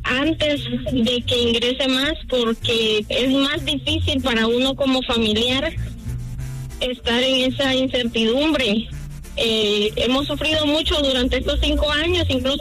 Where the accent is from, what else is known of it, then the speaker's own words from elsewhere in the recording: Santa Bárbara, Honduras; now in Denver, United States; Soy de Santa Bárbara, Honduras. País, lugar de las mujeres más bellas.